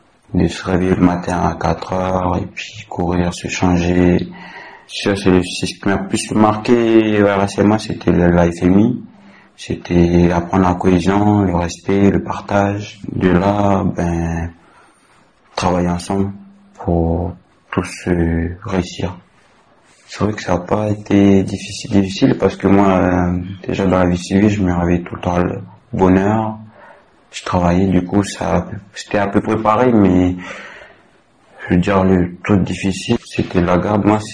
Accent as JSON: {"language": "French", "town": "Lifou", "region": "New Caledonia", "country": "France", "tie": "born or raised there", "said": "j'ai 20 ans, je suis originaire de Lifou."}